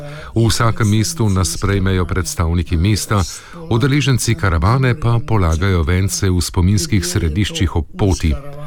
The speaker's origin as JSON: {"language": "Slovenian", "country": "Croatia", "lives_now": "Slovenia", "said": "Ker smo Hrvati, ki živijo v Sloveniji, nam je tako všeč."}